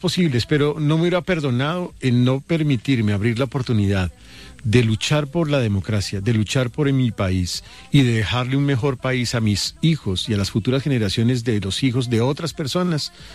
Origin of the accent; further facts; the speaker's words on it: Bogotá, Colombia; also born or lived in Antioquia; soy un bogoteño, bogotano y antioqueño.